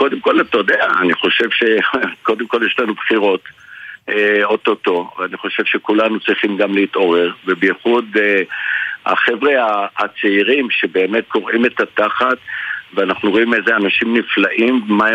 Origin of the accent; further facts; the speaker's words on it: Jerusalem, Jerusalem District, Israel; מה שאני רואה וחווה כירושלמי